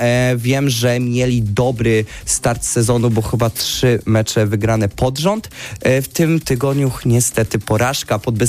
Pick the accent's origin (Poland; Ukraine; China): Poland; Bielsko-Biała, Silesian Voivodeship; jestem z Bielska-Białej, byłem wielkim fanem Podbeskidzia Bielsko-Biała.